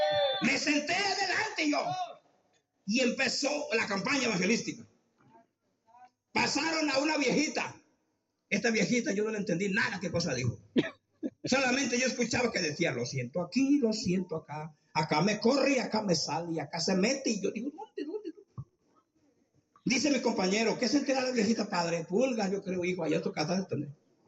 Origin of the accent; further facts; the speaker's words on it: Michoacán, Mexico; yo como soy de Michoacán